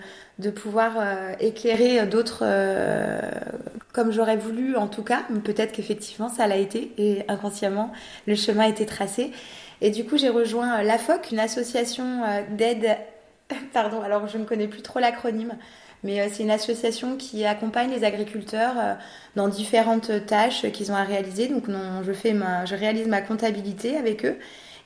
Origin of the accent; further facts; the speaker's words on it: France; moi j'ai grandi en HLM à Bourg, dans un quartier clairement défavorisé.